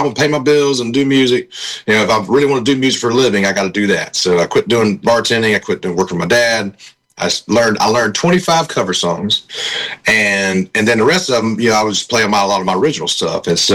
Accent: South Carolina, United States

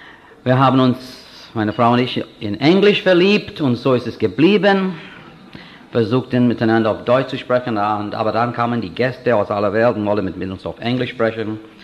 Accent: India; moved away as an adult; also born or lived in England; now in California, United States; Ich bin Inder. Ich liebe Indien, ich liebe mein indisches Volk.

